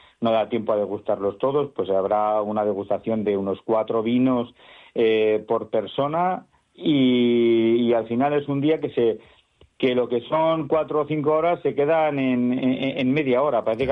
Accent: Navarre, Spain; Somos el pueblo de Navarra que más bodegas tiene por habitante, somos 450 habitantes, tenemos 5 bodegas

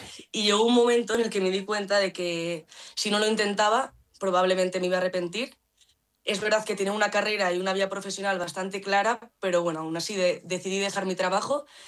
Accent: San Sebastián, Basque Country, Spain; also born or lived in Lerín, Navarre; yo llevo mis raíces de Donostiarras conmigo allá donde voy.

